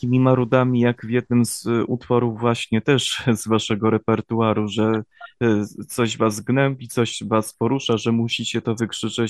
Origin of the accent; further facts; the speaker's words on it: Dachnów, Subcarpathian Voivodeship, Poland; Jestem z Dachnowa, dokładnie na Podkarpaciu